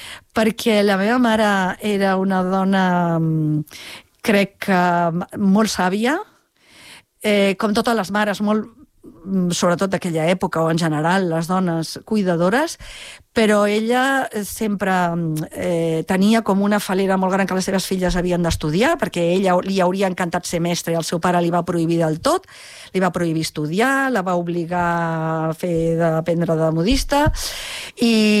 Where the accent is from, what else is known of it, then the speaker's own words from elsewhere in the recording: Barcelona, Catalonia, Spain; jo soc barcelonina, però jo em sento bastant del Baix Llobregat.